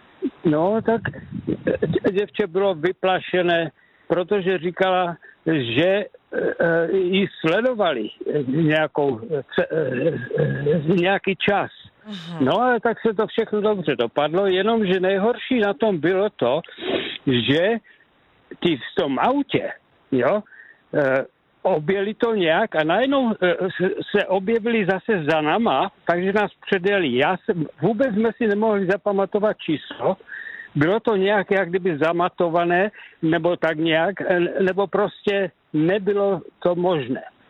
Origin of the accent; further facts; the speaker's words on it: Prague, Czechia; now in Canada; Takže v roce 80. roku v srpnu jsme se vystěhovali z Prahy, jsme odletěli do Kanady, Lethbridge, blízko Calgara, 300 kilometrů od Calgar.